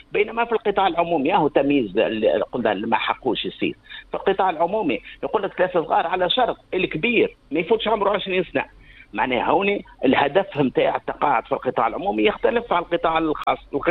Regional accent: Tunisia; عندنا في تونس

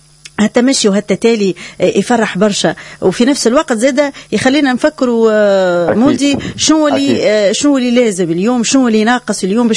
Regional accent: southern Tunisia, Tunisia; عندنا في الجنوب

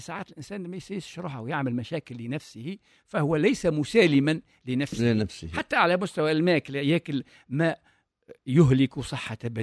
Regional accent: Gafsa Governorate, Tunisia; في مجتمعنا، في حومتنا، في بلادنا، في قفصة، في أطراف قفصة

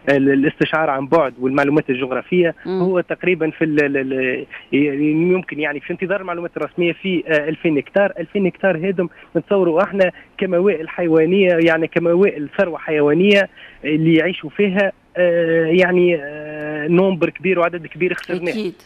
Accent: Tunisia

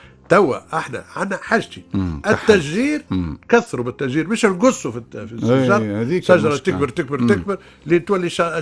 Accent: Tunisia

